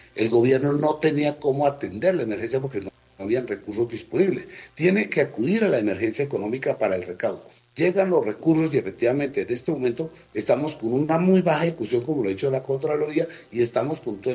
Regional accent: Colombia; Allí tenemos nosotros es que, como colombianos, hacer una veeduría que esa ejecución se haga y se haga correctamente.

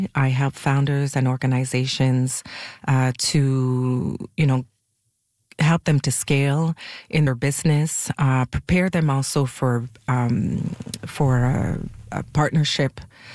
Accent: Montreal, Quebec, Canada; Well, I am born and raised in Westmount, Quebec. So Montreal, for those that are a little bit further.

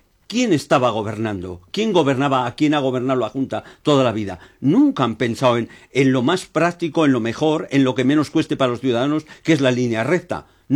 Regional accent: Aranda de Duero, Castile and León, Spain; also born or lived in Valladolid; Yo como vallisoletano me gustaría que todo se quedase en Valladolid. Como arandino me encantaría que aquí viniesen universidades, hospitales, no sé qué.

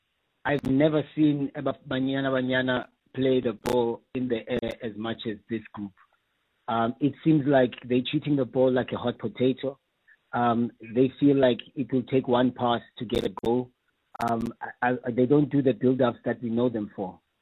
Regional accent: South Africa

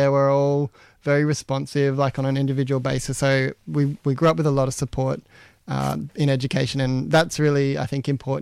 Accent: Katherine, Northern Territory, Australia; now in Sydney, Australia; I'm a Wiradjuri fella. I grew up in Katherine in the Northern Territory, but my mum were around Narromine, Dubbo area. I'm a writer, presenter, living here in Sydney.

